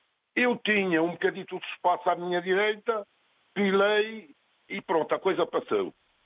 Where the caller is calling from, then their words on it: Norte, Portugal; Eu vinha do Mugadouro para Porrais, para a aldeia.